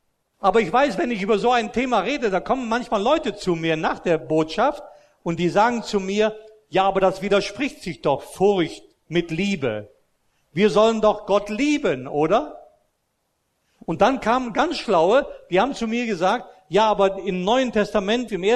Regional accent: Austria; Ich bin ja in Österreich groß geworden, als römisch-katholischer Christ, ordentlich erzogen

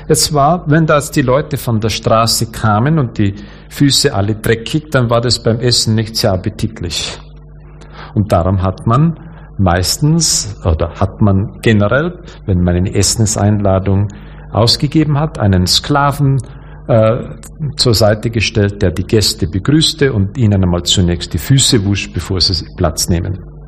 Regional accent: Austria; Wie gesagt, ich komme aus Österreich. Dort führt uns die römisch-katholische Kirche das bis zur Perfektion vor.

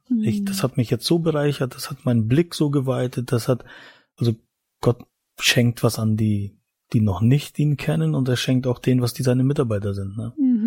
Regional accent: East Germany, Germany; ich bin ein Ostdeutscher, und da war Glaube nicht so das Thema

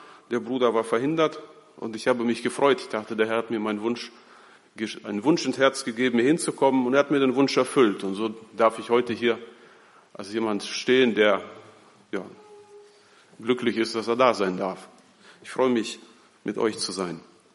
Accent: Bünde, North Rhine-Westphalia, Germany; ich komme aus Bünde

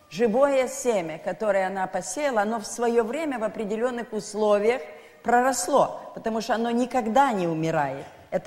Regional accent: Donetsk, Donetsk Oblast, Ukraine; у нас в Донецке, я родилась в Донецке, мой отец был горный инженер

